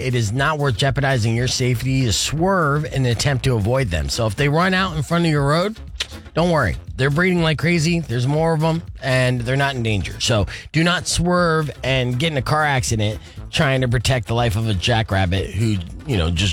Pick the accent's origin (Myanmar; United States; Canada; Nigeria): United States; Arizona; I grew up in Arizona